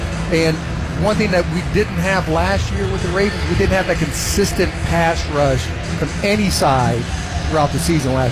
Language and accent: English; Fort Wayne, Indiana, United States; I'm from Fort Wayne, Indiana, so I love it.